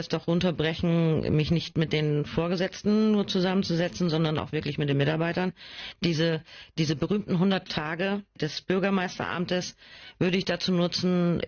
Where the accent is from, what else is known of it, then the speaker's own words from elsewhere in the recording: Schortens, Lower Saxony, Germany; ich bin eigentlich der Ureinwohner, in Anführungsstrichen, von den Kandidaten. Ich bin in Schortens aufgewachsen. Meine Eltern sind schon dort aufgewachsen. Meine Tochter ist auch da groß geworden. Also es ist wirklich meine Heimat.